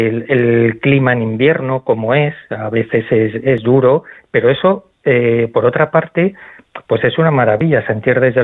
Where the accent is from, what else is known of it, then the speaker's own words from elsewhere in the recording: Madrid, Community of Madrid, Spain; Bueno, pues soy de Madrid.